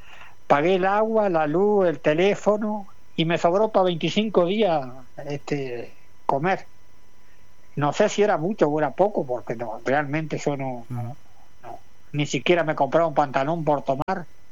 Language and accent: Spanish; Canelones, Uruguay; Yo soy un canario rural